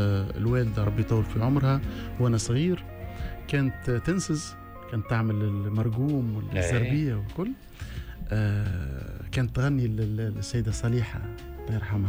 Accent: Douz, Kebili Governorate, Tunisia; also born or lived in Gafsa; أنا تولدت في قفصة وعشت في قفصة 10 سنين ثم العائلة انتقلوا للعيش في قبلي وأنا في عمر 10 سنوات كملت دراستي في قبلي في دوز بالذات

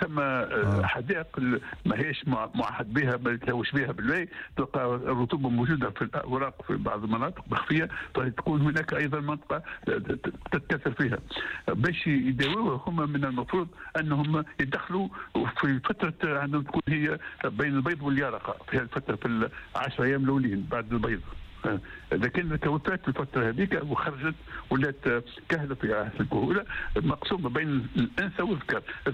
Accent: Tunisia; بلدي تونس

